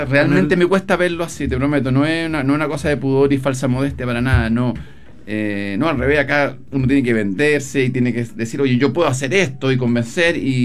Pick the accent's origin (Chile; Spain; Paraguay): Chile